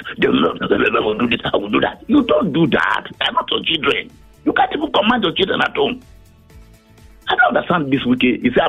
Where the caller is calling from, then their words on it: Delta, Nigeria; No, I'm from Delta, I'm an Urobo.